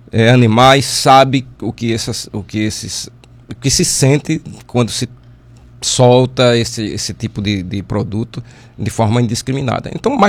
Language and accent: Portuguese; Brazil; Somos brasileiros